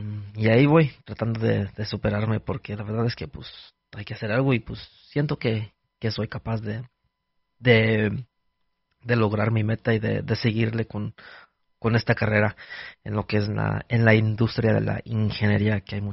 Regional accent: Kansas City, Kansas, United States; born there; also born or lived in Mexico; Allí se llama Kansas City, Kansas, donde yo nací. Y luego, pues, de chiquito, viví un año y medio, como de los 3 años a los 4 años viví en México.

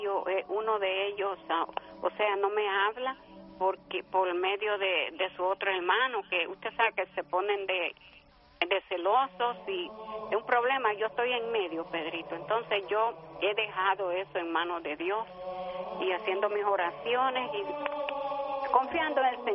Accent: New York, United States; Usted sabe que … del Bronx, Nueva York.

